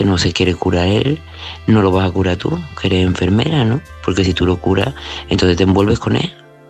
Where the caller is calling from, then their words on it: Seville, Andalusia, Spain; de Sevilla.